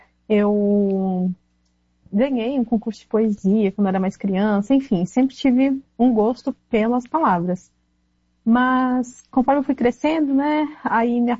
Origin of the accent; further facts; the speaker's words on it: South Region, Brazil; now in North Region, Brazil; Foi um período de transição que eu tava de mudança, eu sou do Sul. Aí nesse tempo eu mudei pro Norte